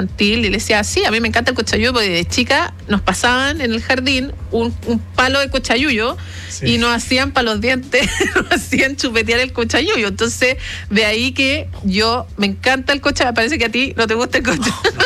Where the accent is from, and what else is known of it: Chile